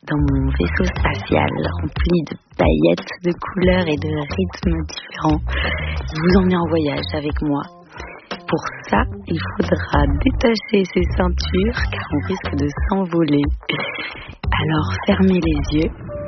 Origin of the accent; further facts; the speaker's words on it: France; also born or lived in Brazil; Je viens de la France et du Brésil. J'ai aussi vécu là-bas, un peu ailleurs.